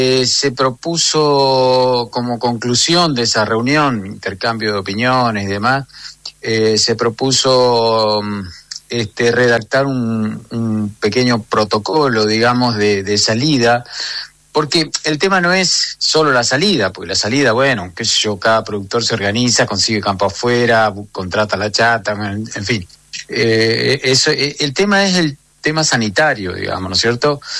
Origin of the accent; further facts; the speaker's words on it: La Paz, Entre Ríos, Argentina; Acá también en la zona de La Paz, yo soy de La Paz